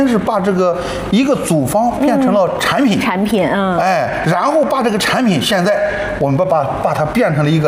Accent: Shandong, China; now in Jinan, China; 首先我是山东人，地道的山东人。那么我在这儿上的大学以后又在这济南在工作。

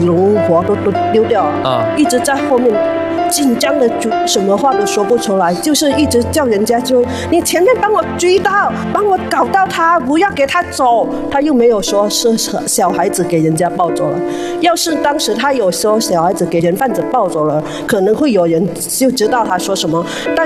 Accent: Jieyang, Guangdong, China; 我来自广东揭阳，

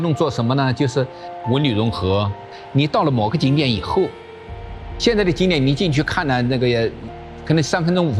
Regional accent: China; 我们中国人也应该这个做到这一点

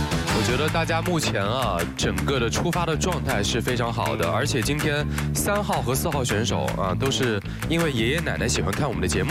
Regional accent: Huainan, Anhui, China; 我老乡，我也是淮南的

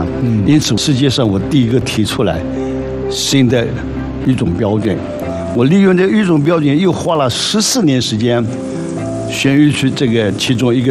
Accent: Fujian, China; 我是福建人，

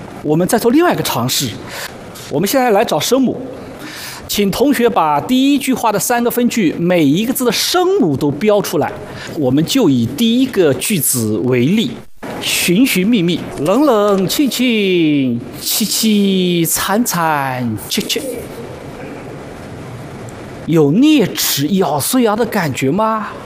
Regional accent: Wuxi, Jiangsu, China; accent: Wuxi dialect; 我是无锡天一中学的老师，我用我的家乡话无锡话来读读看

